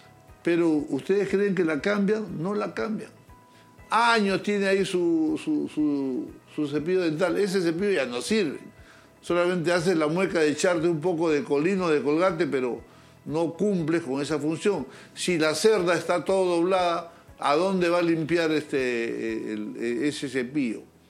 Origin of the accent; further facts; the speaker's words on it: Peru; yo como médico peruano sé que nosotros los peruanos